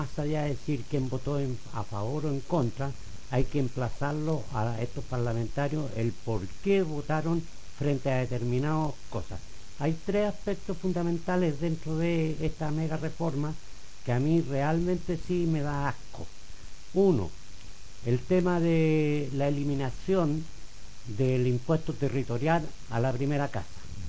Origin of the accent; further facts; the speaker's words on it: Santiago, Santiago Metropolitan Region, Chile; now in La Unión, Chile; yo tengo bastante contacto con mi comuna de origen. Yo, como muchos saben, soy de Santiago, viví en la comuna de Cerro Navia